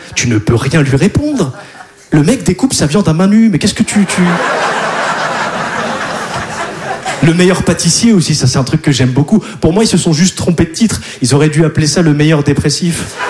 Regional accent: Hauts-de-France, France; mais moi je viens du Nord.

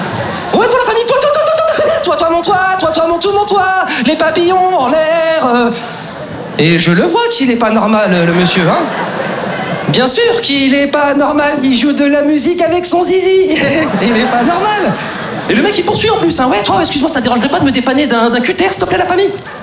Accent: Lyon, Auvergne-Rhône-Alpes, France; now in Paris, France; je suis de Lyon.

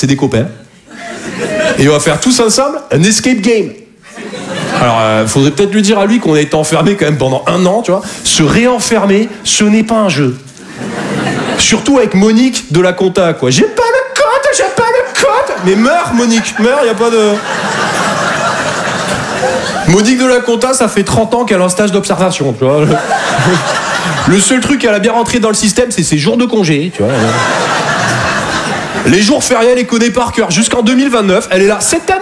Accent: Toulouse, Occitanie, France

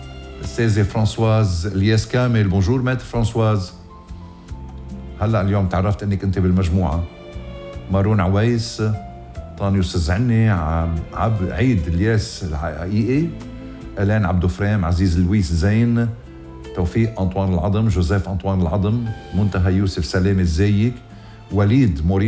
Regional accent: Ghazir, Keserwan-Jbeil, Lebanon; ضيعتي الحلوة غزير

